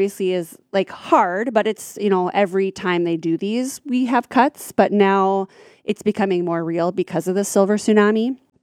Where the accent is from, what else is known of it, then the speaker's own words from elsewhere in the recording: Ada, Minnesota, United States; my mom was from Perm and we grew up in Ada